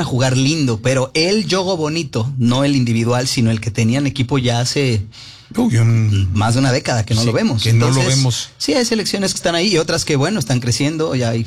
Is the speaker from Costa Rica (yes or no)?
no; Mexico; Como mexicano, yo soy muy, muy realista y muy sincero con mi país. Lo amo mucho, me encantaría que ganara muchos lugares